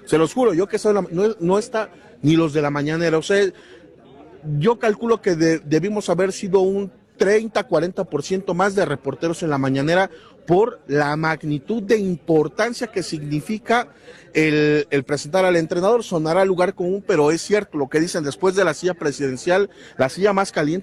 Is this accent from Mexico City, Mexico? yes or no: no; Ecatepec, State of Mexico, Mexico; Y hoy que me levanté en mi pueblo allá en Ecatepec, dije, amanecimos a 10 grados centígrados en Ecatepec.